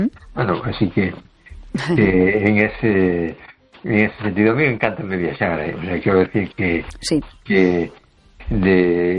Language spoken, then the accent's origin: Galician; A Coruña, Galicia, Spain; Boa noite … … de Coruña.